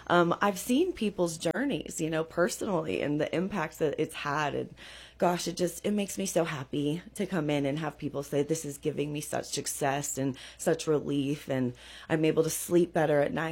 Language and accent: English; California, United States; when we were young, growing up in Nevada County, there was some of the best weed growing up in North San Juan or in people's backyards.